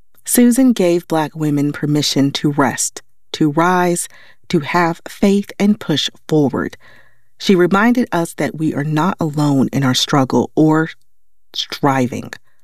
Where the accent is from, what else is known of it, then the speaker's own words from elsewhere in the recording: Oakland, California, United States; I grew up in Oakland, a little girl who couldn't see past her current environment.